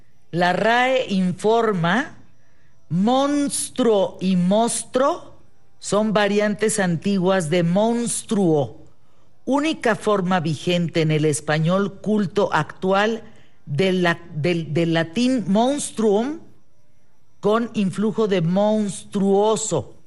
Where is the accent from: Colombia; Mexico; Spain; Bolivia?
Mexico; northern Mexico; Yo también soy del norte.